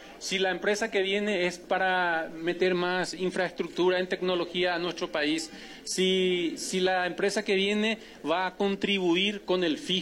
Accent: Paraguay; todos como paraguayos.

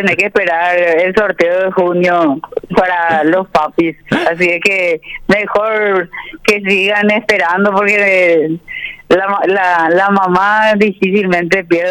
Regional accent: Paraguay

